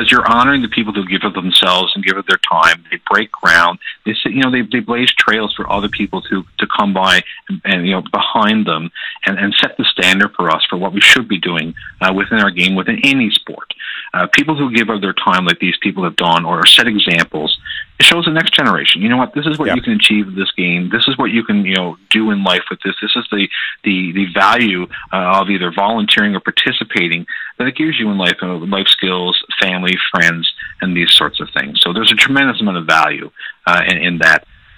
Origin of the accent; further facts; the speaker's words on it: Grand Falls-Windsor, Newfoundland and Labrador, Canada; I grew up here in Grand Falls, Windsor